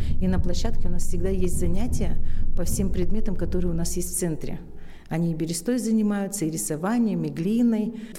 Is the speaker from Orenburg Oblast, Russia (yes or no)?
no; Petrun, Komi Republic, Russia; born there; Я родилась в Петруне, это Интинский район.